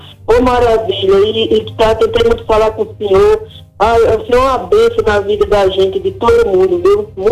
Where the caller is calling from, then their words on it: Natal, Rio Grande do Norte, Brazil; De Natal, Rio Grande do Norte.